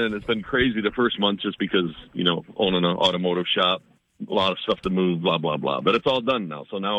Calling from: Roscoe, Illinois, United States; I'm from Roscoe, Illinois

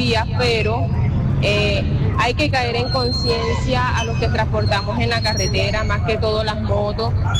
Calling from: Sincelejo, Sucre, Colombia; Me reporto desde acá, desde el mercado de Sincelejo, el mercado nuevo.

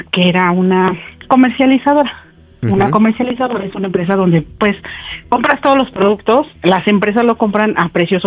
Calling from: State of Mexico, Mexico; soy del Estado de México

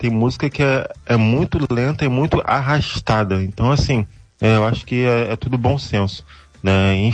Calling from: Brazil; aqui de Higienópolis

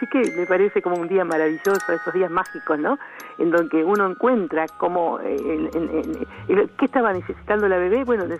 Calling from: Chascomús, Buenos Aires Province, Argentina; de Chascomús.

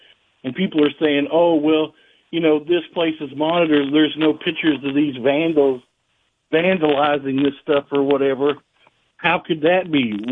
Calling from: Oklahoma, United States; because I'm from Oklahoma.

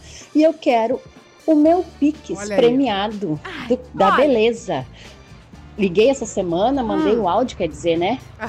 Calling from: Nova Santa Rita, Rio Grande do Sul, Brazil; Eu sou de Nova Santa Rita

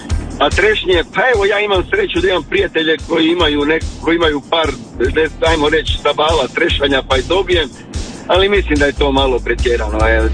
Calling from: Istria County, Croatia

